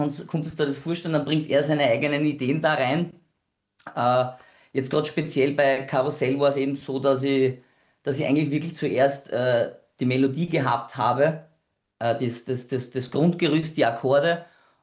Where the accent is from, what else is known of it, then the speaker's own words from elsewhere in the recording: Vienna, Austria; born there; accent: Viennese; also born or lived in Southern Burgenland; now in Burgenland, Austria; Und ich bin ja doch geborener Wiener und der Wiener kommt dann hier und da natürlich auch durch.